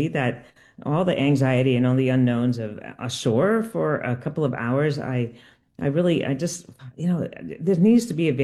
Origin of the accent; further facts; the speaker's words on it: Connecticut, United States; now in Burlington, United States; And, you know, I grew up sailing in Connecticut.